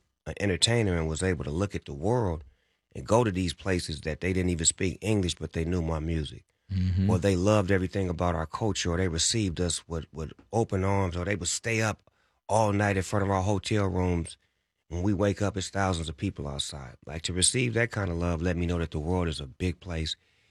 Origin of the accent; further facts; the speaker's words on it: Long Beach, California, United States; I'm from Long Beach and we only knew Long Beach. So getting outside of Long Beach first, outside of L.A. County